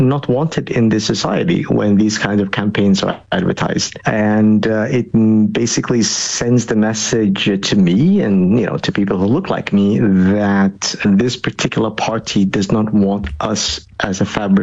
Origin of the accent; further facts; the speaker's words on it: Malmö, Skåne, Sweden; When I travel to other parts of Europe and I tell them I'm from Malmö, they're like, that's a very dangerous place.